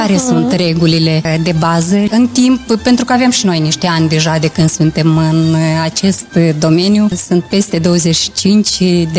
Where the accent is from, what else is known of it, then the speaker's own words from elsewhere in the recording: Grozești, Nisporeni District, Moldova; m-am născut pe malul Prutului, în satul Grozești, raionul Nisporeni, și muzica la fel o recepționam de peste Prut.